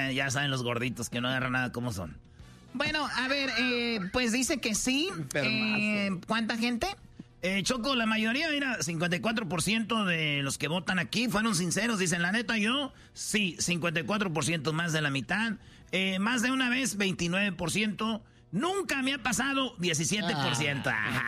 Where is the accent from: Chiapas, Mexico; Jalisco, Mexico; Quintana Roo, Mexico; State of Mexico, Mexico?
Jalisco, Mexico; Soy de Los Altos, Jalisco, del estado y de la región más conservadora de México, si no sabías, ¿ok?